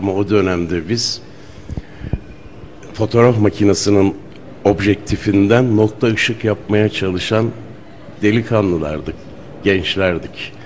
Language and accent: Turkish; Sivas, Turkey; moved away; kendi memleketime yıllar sonra gelmek çok farklı oldu benim için.